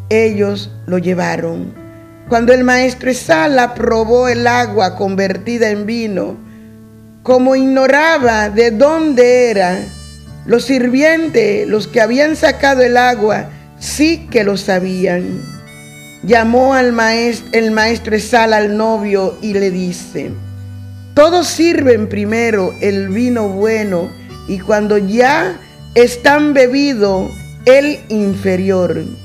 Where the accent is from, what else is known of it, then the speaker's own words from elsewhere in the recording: Dominican Republic; nosotros como dominicanos